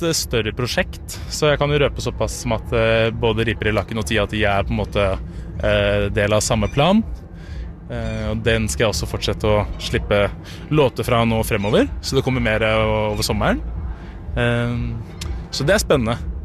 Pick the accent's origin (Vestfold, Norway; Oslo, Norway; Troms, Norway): Vestfold, Norway; Sandefjord; jeg kommer fra Sandefjord